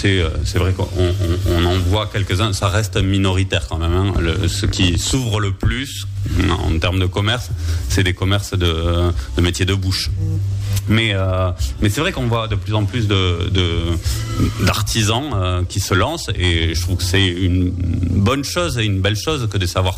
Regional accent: Toulouse, Occitanie, France; Je suis toulousain depuis toujours

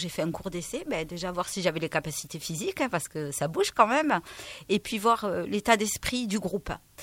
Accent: Nouvelle-Aquitaine, France; accent: Béarnais / Pyrenean; moved away as an adult; now in Ondres, France; Je viens de la plaine de Naï.

